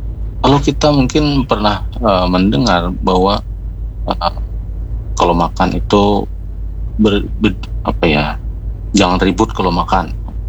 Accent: South Kalimantan, Indonesia; kalau kita orang Banjar terutama, ini juga sudah menjadi tradisi bahwa saat makan itu kita seringkali terutama di dalam rumah itu budaya atau tradisi makan bersama ini masih lestari hingga saat ini

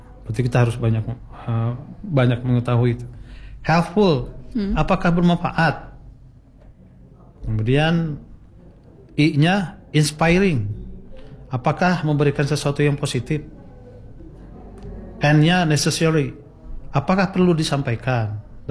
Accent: Banten, Indonesia; saya sebagai orang Banten, yang besar di Banten, bisa membedakan dah. Saya pernah kuliah di kota besar di Bandung, di Jakarta.

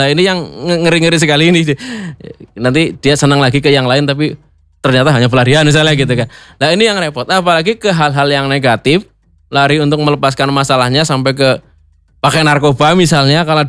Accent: Java, Indonesia; kalau kita orang Jawa mengatakan

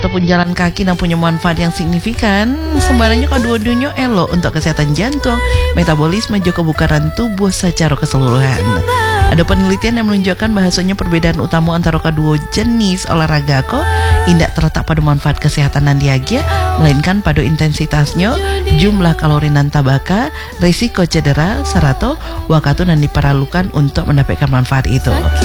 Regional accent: West Sumatra, Indonesia; Seharusnya bentuk itu filosofi dan kita pegang sebagai orang Minang.

